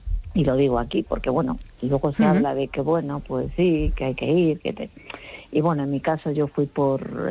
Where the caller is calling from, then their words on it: Ferrol, Galicia, Spain; de Ferrol.